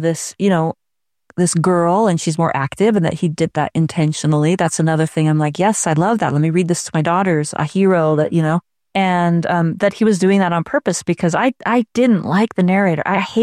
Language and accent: English; Utah, United States; They wanted to know if I knew him because I'm from Utah, from where Brandon Sanderson is from.